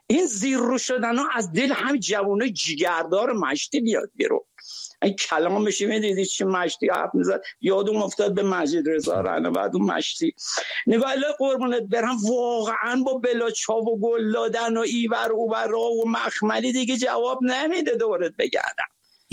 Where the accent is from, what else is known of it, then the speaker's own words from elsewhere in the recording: Shiraz, Fars, Iran; برم مرد کاکو از شیراز هستم